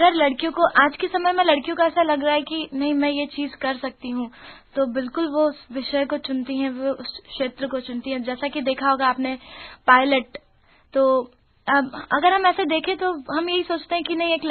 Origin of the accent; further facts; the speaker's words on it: Indore, Madhya Pradesh, India; born there; इंदौर में ही मेरा जन्म हुआ है